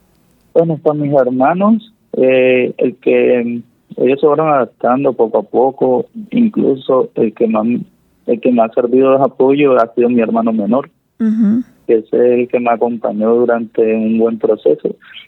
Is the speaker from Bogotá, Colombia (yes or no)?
no; Ciénaga, Magdalena, Colombia; tengo 27 años, soy del municipio de Ciénaga Magdalena.